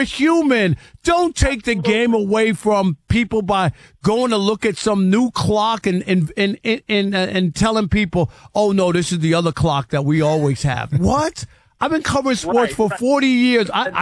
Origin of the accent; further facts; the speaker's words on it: New York, United States; accent: New York; also born or lived in Detroit; now in Los Angeles, United States; And so, you know what's funny is I lived in Detroit for 20 years, and I've been in L.A. for 10 years, but the New York accent just won't go anywh